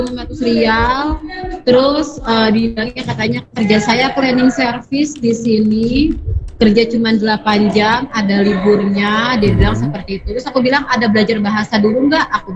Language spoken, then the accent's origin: Indonesian; Jakarta, Indonesia; now in Bogor, Indonesia; Saya ini asal Jakarta, domisilinya daerah Citayam Bogor.